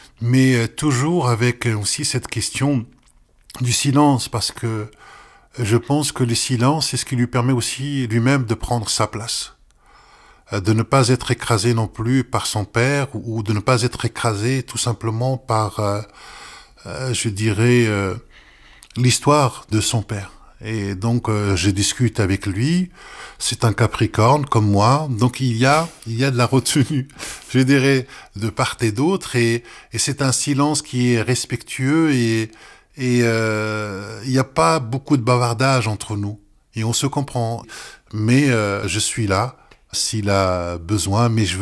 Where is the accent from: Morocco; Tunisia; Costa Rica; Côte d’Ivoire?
Morocco; now in France; D'abord, c'est mon pays d'origine. Et je vois l'évolution du pays, de sa transformation.